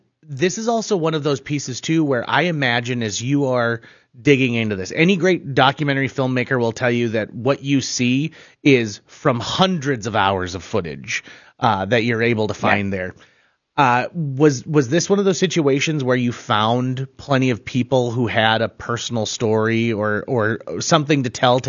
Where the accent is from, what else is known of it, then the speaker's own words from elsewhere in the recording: Fargo, North Dakota, United States; I grew up in Fargo